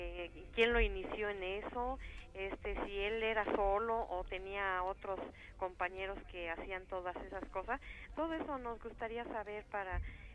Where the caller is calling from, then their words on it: Mexico City, Mexico; De la colonia Doctores